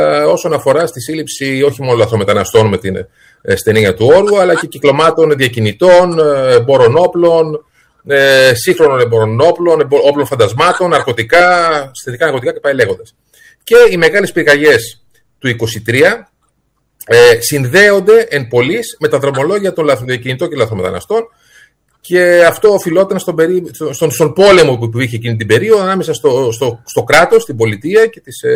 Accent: Koroni, Peloponnese, Greece; now in Komotini, Greece; Εγώ δεν είμαι Θρακιώτης, είμαι από την Κορώνη Μεσσηνίας. Απλά παντρεύτηκα και έκανε οικογένεια στην Κομωτινή.

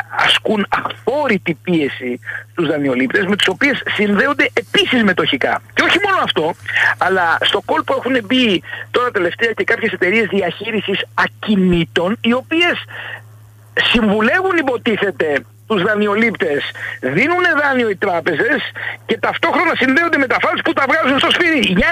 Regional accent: Kefalonia, Ionian Islands, Greece; Είμαι και Κεφαλονίτης

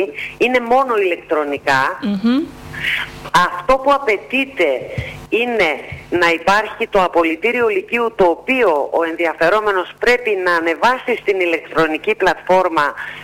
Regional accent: Drama, Eastern Macedonia and Thrace, Greece; moved away as an adult; now in Naxos, Greece; στη ΣΑΕΚ της Δράμας, τόπου μου

